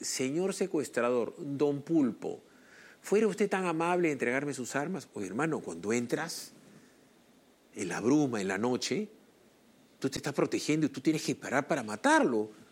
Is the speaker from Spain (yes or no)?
no; Peru; yo voy a estar preocupado como ciudadano peruano que paga sus impuestos